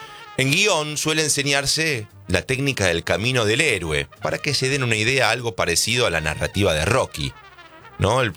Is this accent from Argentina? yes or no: yes; Argentina; como argentinas y argentinos